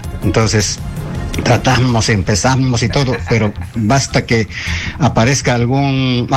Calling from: Pichari, Cusco, Peru

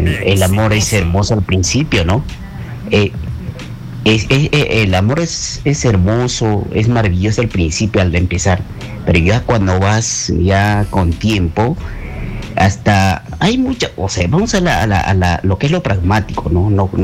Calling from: Huánuco, Peru; Le estoy llamando desde la ciudad de Huánuco.

